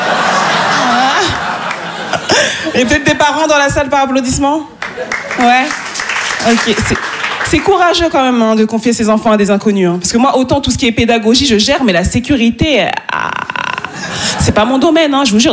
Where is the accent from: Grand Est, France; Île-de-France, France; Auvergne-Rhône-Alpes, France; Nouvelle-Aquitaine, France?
Île-de-France, France; born there